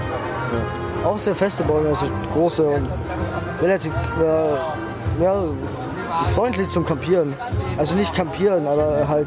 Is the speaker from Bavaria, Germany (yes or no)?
yes; Nuremberg, Bavaria, Germany; Ich bin nicht Freiburger, ich bin Nürnberger.